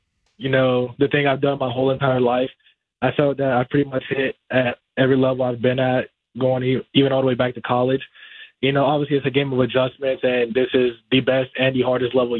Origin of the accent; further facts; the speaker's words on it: Georgia, United States; Obviously, we're on the West Coast, and I'm from Georgia myself.